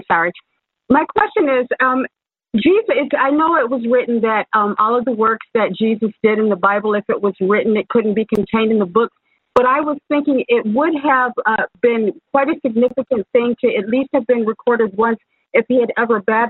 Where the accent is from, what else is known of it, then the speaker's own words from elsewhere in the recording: Macon, Georgia, United States; I'm from Macon, Georgia.